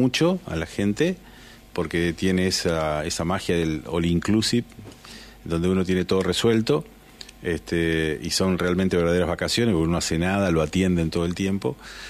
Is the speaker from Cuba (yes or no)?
no; Concepción del Uruguay, Entre Ríos, Argentina; nosotros como uruguayenses, concepcioneros, en fin, como les guste el gentilicio